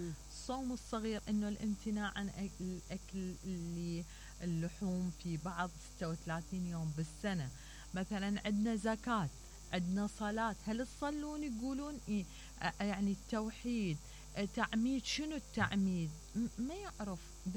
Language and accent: Arabic; Iraq